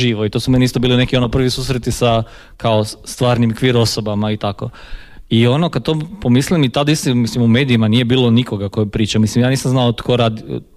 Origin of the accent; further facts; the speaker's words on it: Poreč, Istria County, Croatia; moved away as an adult; ja sam inače iz Poreča, kao pa tu iz Istre, ali došao sam bio studirati u Zagreb